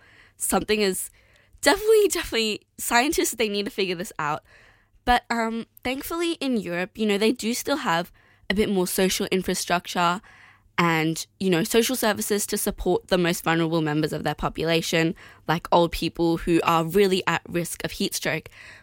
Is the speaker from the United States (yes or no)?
no; Australia; as an Australian